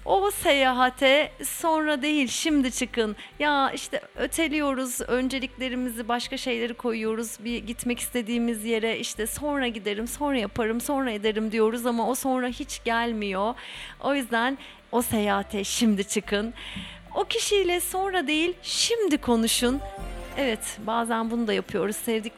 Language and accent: Turkish; Aliağa, İzmir, Turkey; Ali Ağa'da büyüdüm ben.